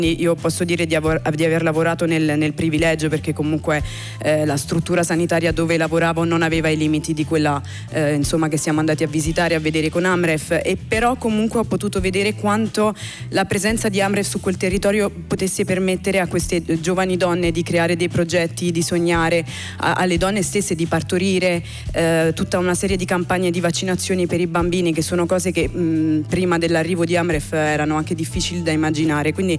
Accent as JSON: {"language": "Italian", "country": "Burundi", "also_born_or_lived": "Kenya", "said": "mia madre mi ha partorito in Kenya. Io sono del Burundi, ma per motivi politici, insomma."}